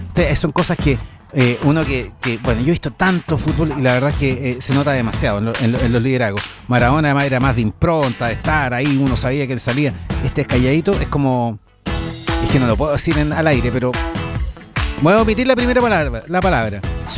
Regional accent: Chile; siendo súper chileno y amando a nuestro chilito lindo.

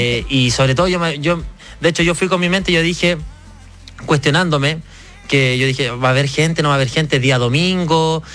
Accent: Curacaví, Santiago Metropolitan Region, Chile; yo soy de Curacaví, la tierra de los dulces, de los dulces chilenos y las chichas, donde hay mucho talento, donde hay mucho deportista, mucho cantante, mucho músico, de todo, allá encuentro de todo

